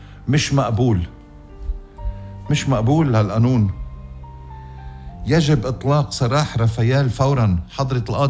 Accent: Lebanon; يا آخ يا بلدي لبنان، للبحث صلة

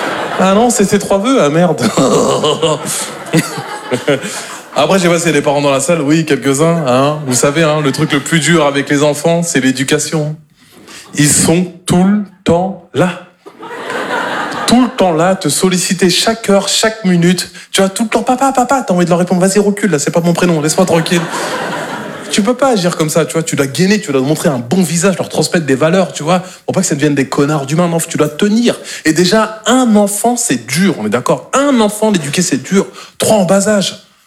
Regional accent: Normandy, France

